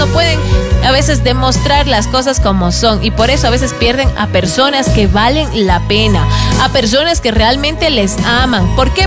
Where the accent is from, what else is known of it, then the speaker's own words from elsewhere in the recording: Cuenca, Azuay, Ecuador; Nosotros somos de Cuenca, Ecuador.